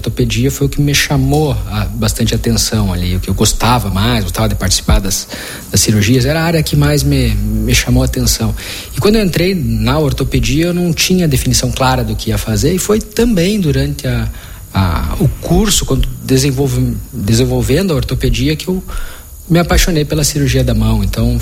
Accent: Santiago, Rio Grande do Sul, Brazil; moved away as an adult; also born or lived in Passo Fundo; now in Marau, Brazil; eu sou natural de Santiago, fica região centro-oeste do estado. E acabei vindo para cá 13 anos, mais ou menos

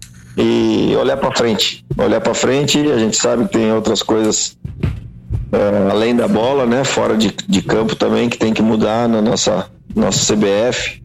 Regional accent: Brazil; eu como brasileiro

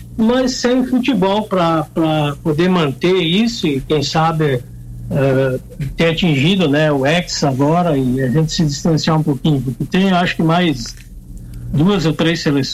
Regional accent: Brazil; moved away; Quando descobrem que eu sou brasileiro, né?

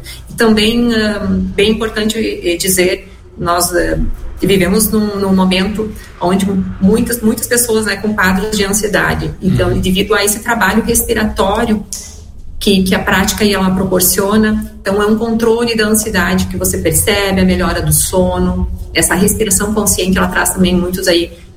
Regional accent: Marau, Rio Grande do Sul, Brazil; moved away as an adult; now in Passo Fundo, Brazil; eu sou natural de Marau, minha família mora em Marau, eu saí cedo, né, de lá. Com 18 anos

